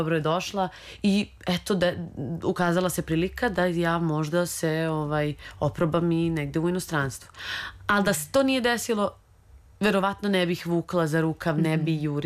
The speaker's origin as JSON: {"language": "Serbian", "country": "Serbia", "said": "ja sam iz Srbije, ja sam odavde, ja sam naša"}